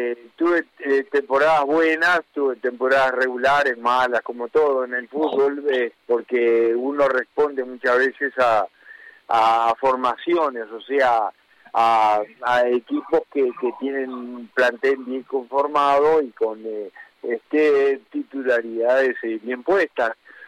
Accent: Uruguay; moved away as an adult; now in Ecuador; No, en el año 82 ya me nacionalicé ecuatoriano, así que tengo doble nacionalidad. Y un país que ha adoptado, evidentemente, por todo, porque estoy aquí desde que tengo 22 años

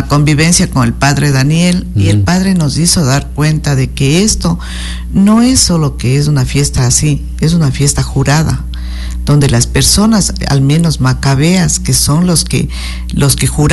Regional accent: Limón, Morona Santiago, Ecuador; now in Macas, Ecuador; yo soy de Limón

